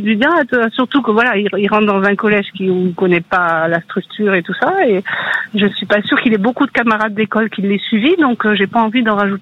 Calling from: Loupiac, Nouvelle-Aquitaine, France; De Loupiac, en Gironde.

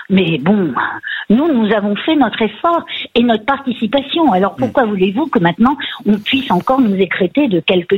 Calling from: Hauts-de-France, France; J'habite le Nord.

